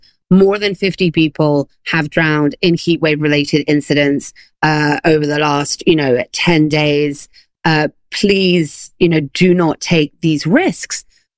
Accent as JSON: {"language": "English", "country": "France", "tie": "born or raised there", "also_born_or_lived": "United States / England", "said": "So I was born in the US, but I grew up in France and in England. My father's French, my mother's English, and I've kind of spent most of my life in between those three countries."}